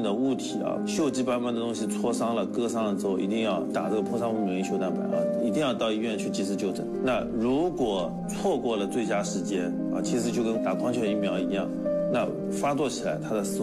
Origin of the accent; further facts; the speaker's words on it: China; 我们中国人还是比较喜欢喝茶的